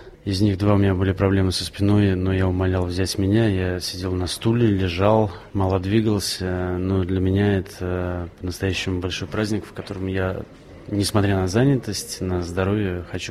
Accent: Saint Petersburg, Russia; Я вырос здесь, на Пушкинской улице, рядом с музеем

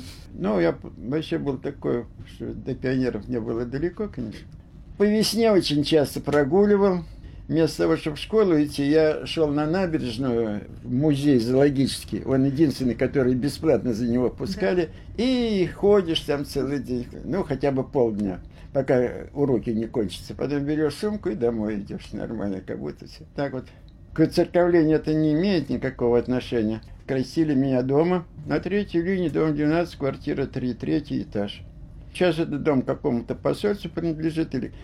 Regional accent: Saint Petersburg, Russia; Я родился на Васильевском, в больнице Отто, и там прожил практически до окончания школы. Четвертая линия, 24-я школа

